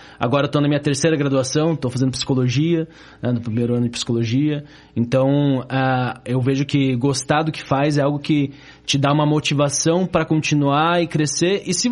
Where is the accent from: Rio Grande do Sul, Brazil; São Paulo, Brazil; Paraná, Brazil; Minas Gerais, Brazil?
Paraná, Brazil; Curitiba; Eu nasci aqui em Curitiba mesmo, William.